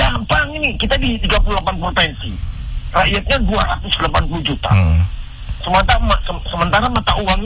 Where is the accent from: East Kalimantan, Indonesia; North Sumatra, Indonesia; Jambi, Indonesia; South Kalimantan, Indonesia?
East Kalimantan, Indonesia; Samarinda; born or raised there